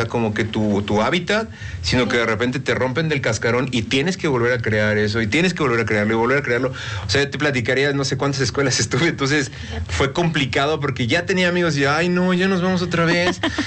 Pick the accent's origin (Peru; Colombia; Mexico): Mexico; Mexico City; born there; also born or lived in Macuspana, Tabasco; O sea, yo nací en DF, pero al año y algo me...